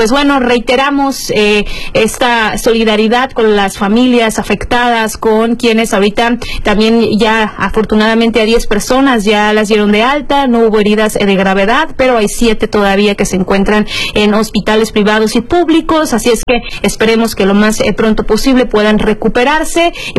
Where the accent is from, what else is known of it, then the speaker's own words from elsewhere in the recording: Mexico; esta unidad que también como mexicanos